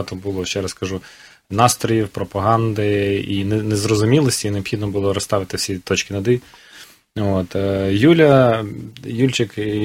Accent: Luhansk Oblast, Ukraine; first language Russian; Ukrainian is a second language; я з Луганської області, народився в Луганській області, виріс, російською мовою все життя говорив, зараз говорю українською

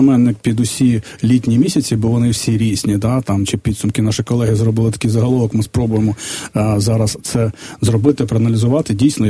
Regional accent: Vinnytsia, Vinnytsia Oblast, Ukraine; Я ж родом з Вінниці.

